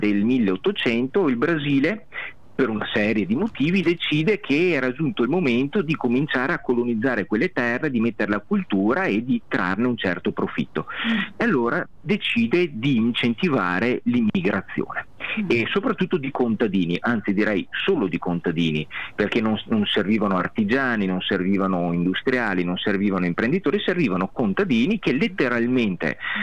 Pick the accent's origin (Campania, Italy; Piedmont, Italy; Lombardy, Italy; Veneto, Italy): Veneto, Italy